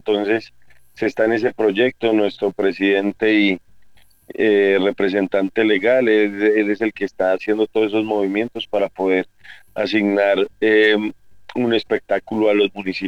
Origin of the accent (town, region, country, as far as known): Colombia